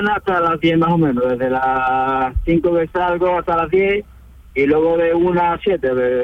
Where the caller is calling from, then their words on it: Seville, Andalusia, Spain; Yo, mira, yo soy de Sevilla, pero vivo en un pueblecito que es muy bueno, que se llama Gilena.